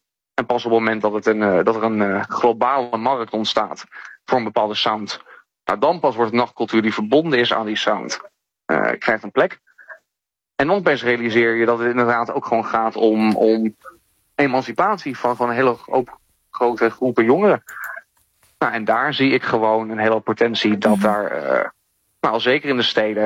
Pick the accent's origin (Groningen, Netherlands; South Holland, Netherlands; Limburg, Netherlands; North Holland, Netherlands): North Holland, Netherlands; Amsterdam